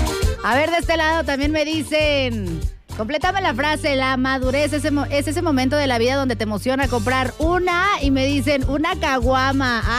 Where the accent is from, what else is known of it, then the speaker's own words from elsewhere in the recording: Mexico; Ya ven que luego uno anda ahí a las carreras, como todo mexicano, dejando las cosas para el final.